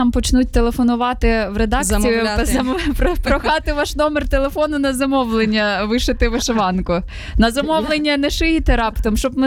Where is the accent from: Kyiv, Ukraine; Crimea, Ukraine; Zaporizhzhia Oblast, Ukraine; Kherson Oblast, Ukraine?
Zaporizhzhia Oblast, Ukraine; Zaporizhzhia; в моєму рідному місті в Запоріжжі